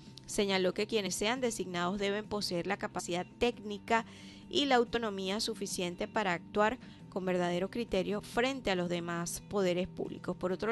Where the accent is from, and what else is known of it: Venezuela